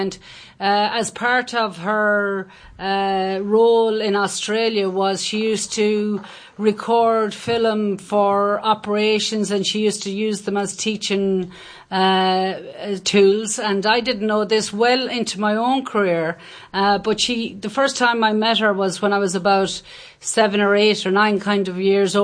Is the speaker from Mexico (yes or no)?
no; Swinford, Connacht, Ireland; moved away as an adult; So I was born in Swinford Hospital back in the day. I won't give you the year, but back in the day. But I was born and raised in Swinford, and that's where I spent up until I was about 24. I lived in Swinford